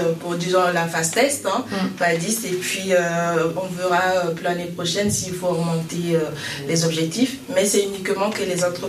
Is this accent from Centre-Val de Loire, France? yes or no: yes; Voves, Centre-Val de Loire, France; je suis de l'Eure-et-Loire, plutôt à Voves, mais je travaille à Chartres.